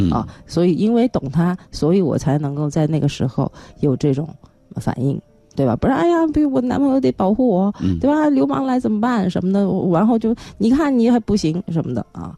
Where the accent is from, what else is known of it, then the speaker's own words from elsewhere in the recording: Beijing, China; accent: Beijing accent (京腔); also born or lived in Yangzhou; 我在扬州嘛，但是我的父亲这边是北京人，所以我有一口京腔，一口京腔